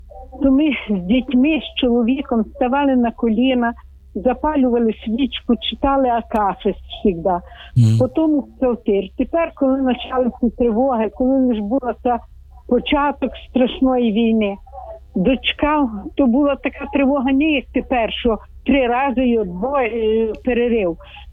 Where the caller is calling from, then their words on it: Chernivtsi, Chernivtsi Oblast, Ukraine; бо ми з Чернівців, Західна Україна.